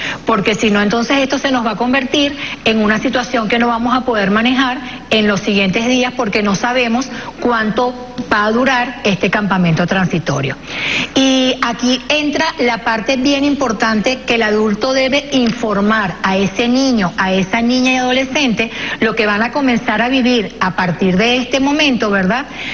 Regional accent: Venezuela; Y se encuentra la esencia de nosotros como venezolanos.

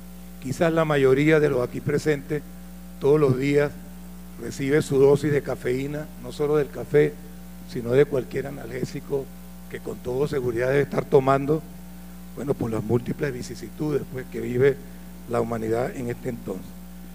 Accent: Venezuela; este café que nos identifica como venezolanos.

